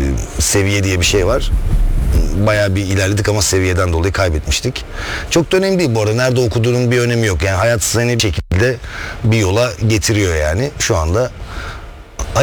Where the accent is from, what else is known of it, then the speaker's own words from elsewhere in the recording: İzmir, Turkey; Ben Aydın'da okuyordum Adnan Menderes Üniversitesi'nde. Korkunçtu İzmirliyim ben. Bir saat İzmir'e ama o bir saat uzaklık hiç bu kadar uzak olmamıştır.